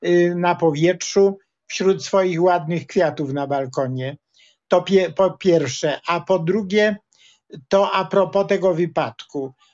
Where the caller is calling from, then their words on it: Łódź, Łódź Voivodeship, Poland; u mnie na Limance też tak pięknie, jak państwo podajecie.